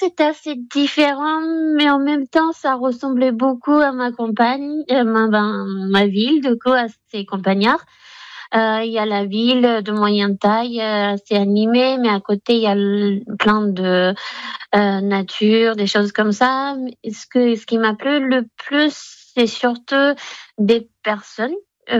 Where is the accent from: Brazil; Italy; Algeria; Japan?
Japan; Shizuoka; French is a second language; moved away as an adult; also born or lived in Osaka, Japan / Tokyo, Japan; now in Limoges, France; je viens de Japon, je suis née à Osaka, c'est la deuxième grande ville de Japon. Après, toute petite, j'ai déménagé à Shizuoka, c'est vraiment au pied de Mont Fuji, si vous connaissez un peu. C'est la ville de moyenne taille. Comme Limoges.